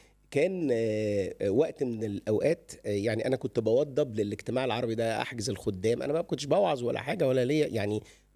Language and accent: Arabic; Egypt; moved away as an adult; also born or lived in Germany; now in Canada; أرجع مصر ولا نهاجر.